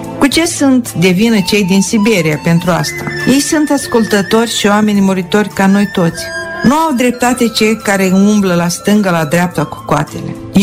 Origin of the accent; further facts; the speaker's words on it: Mocra, Transnistria, Moldova; Romanian is a second language; nu are nici înclin, nici în mânecă cu satul meu Mocra, nici cu Transnistria, nici cu Basarabia. Abia pe la 20 de ani am început să vorbesc limba română. Vorbeam în alte limbi, din păcate.